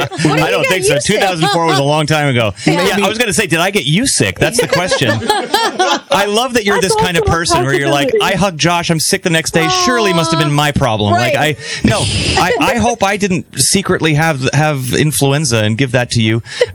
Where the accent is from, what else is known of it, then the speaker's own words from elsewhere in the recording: Los Angeles, California, United States; I'd love to do stuff in my hometown of L.A.